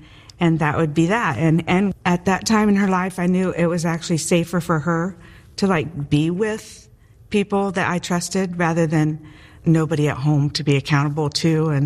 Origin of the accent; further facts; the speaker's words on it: Troy, Ohio, United States; I'm from Troy, Ohio.